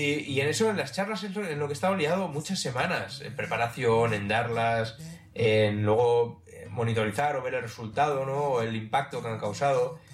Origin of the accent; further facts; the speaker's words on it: Barcelona, Catalonia, Spain; yo soy de Barcelona